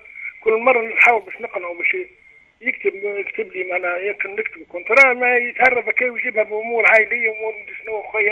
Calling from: Tunisia; من قلعة خفر.

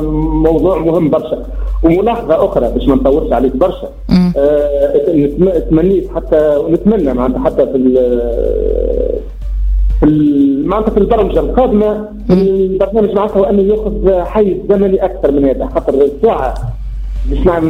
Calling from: Sahel, Tunisia

